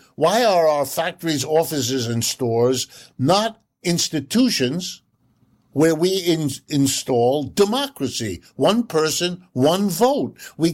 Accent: Ohio, United States; born there; first language German; English is a second language; My first language is German. My second language is French. And I learned English only when they dropped me into kindergarten here in the United States. I was born to my refugee parents in Ohio

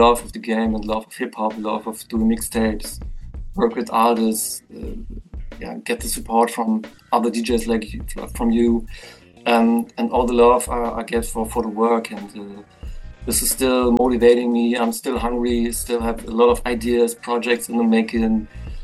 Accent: Berlin, Germany; I'm from Germany, from the old GDR generation. I'm from the east side of Berlin

